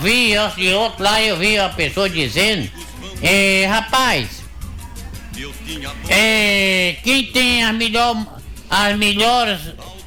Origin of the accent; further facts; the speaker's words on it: Northeast Region, Brazil; Nós somos nordestinos.